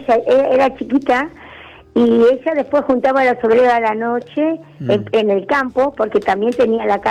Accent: Tucumán, Argentina; yo soy tucumana.

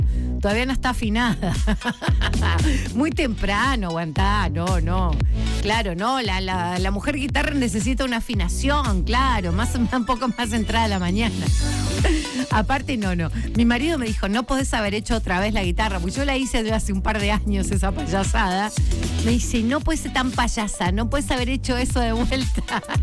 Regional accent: Punta Alta, Buenos Aires Province, Argentina; Yo soy de Punta Alta, por supuesto, es una ciudad que fue forjada y construida alrededor de la base naval.

